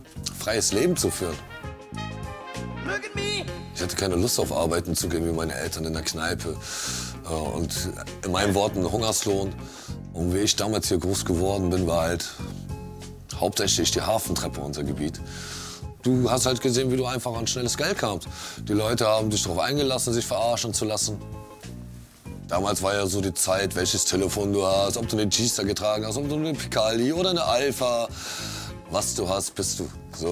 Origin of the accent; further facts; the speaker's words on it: Hamburg, Germany; komme hier aus dem wunderschönen Stadtteil St. Pauli. Also ich bin eher St. Paulianer als Hamburger.